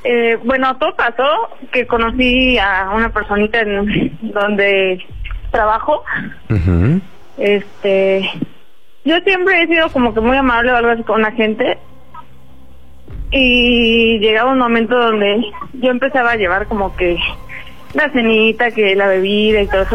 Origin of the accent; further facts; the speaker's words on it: Mexico City, Mexico; Soy de la Ciudad de México y tengo 28 años.